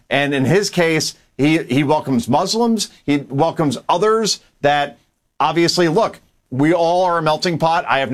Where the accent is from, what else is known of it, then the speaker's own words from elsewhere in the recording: New Jersey, United States; my name ends in an A and I'm from New Jersey. Therefore, that makes me Italian.